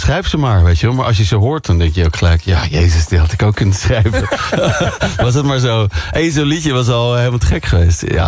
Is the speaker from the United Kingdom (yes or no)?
no; Netherlands; now in Amsterdam, Netherlands; ik ben toch een Hollandse jongen